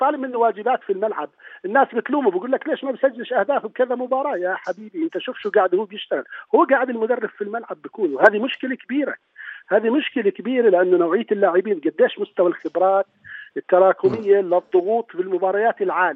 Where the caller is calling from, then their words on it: Jordan; انا كمدرب بالعكس، يعني انا بحكي من الاردن، خلصت كاس عالم، بس الاردن وصلت سلامي لكاس العالم